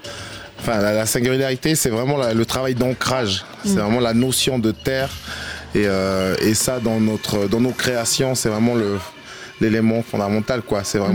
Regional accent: New Caledonia; now in La Chaux-de-Fonds, Switzerland; je viens de la Nouvelle-Calédonie, c'est dans le Pacifique, c'est à côté de l'Australie, et je fais partie du peuple mélanésien.

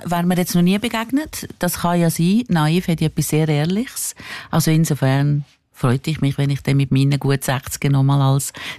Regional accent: Switzerland; Und die letzte Kaiserin, die ja dann im Exil war bei uns in der Schweiz, die hat Zita geheissen.

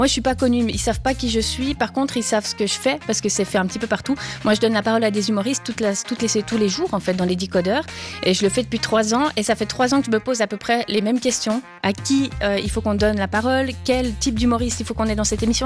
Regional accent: Switzerland; chez nous en Suisse

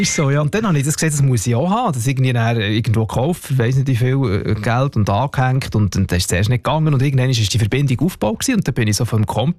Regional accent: Kaufdorf, Bern, Switzerland; oder das Kaufdorf aufgewachsen im Gürbental, da ist man jetzt nicht so urban und immer gerade ein Puls von Zeit.

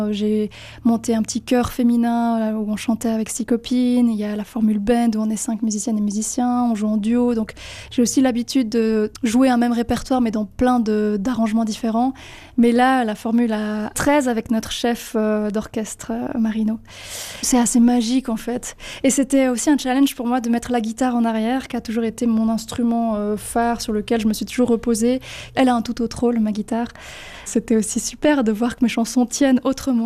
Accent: Valais, Switzerland; J'ai grandi, je vis en Valais, j'adore être en montagne.

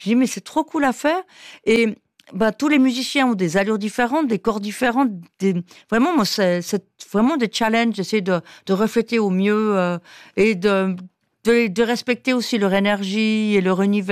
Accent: Saint-Maurice, Valais, Switzerland; Quand j'étais petite, à Saint-Maurice, je savais que je voulais vivre dans une grande ville. Pour moi, Lausanne, c'était déjà la grande ville.

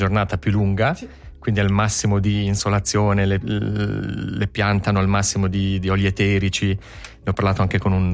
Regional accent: Caslano, Ticino, Switzerland; now in Basel, Switzerland; io sono ticinese, cresciuto, sì, a Caslano, però abito da 23 anni a Basilea

